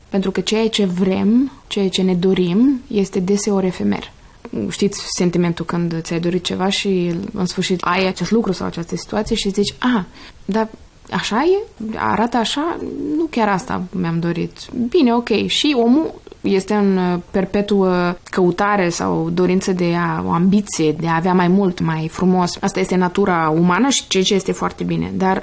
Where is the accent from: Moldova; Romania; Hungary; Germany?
Moldova; Chișinău; born there; Eu m-am născut în 1988 la Chișinău.